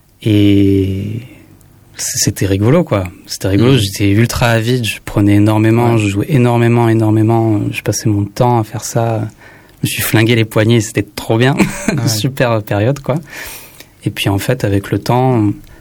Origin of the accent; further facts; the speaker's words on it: Nîmes, Occitanie, France; Alors moi, je viens d'une petite ville, je viens de Nîmes.